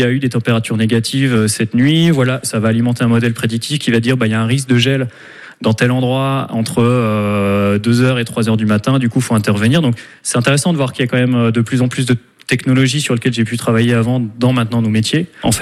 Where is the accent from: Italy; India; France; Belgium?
France; Nuits-Saint-Georges, Bourgogne-Franche-Comté; moved away as an adult; also born or lived in Beaune; Tu es devant la maison où j'ai grandi. Hein. Moi, je suis né à Beaune.